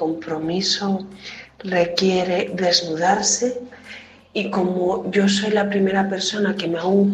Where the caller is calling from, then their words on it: Valencia, Valencian Community, Spain; hablo desde Valencia.